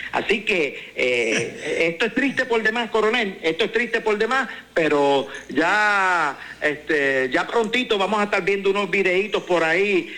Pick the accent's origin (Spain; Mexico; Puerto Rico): Puerto Rico; nosotros como puertorriqueños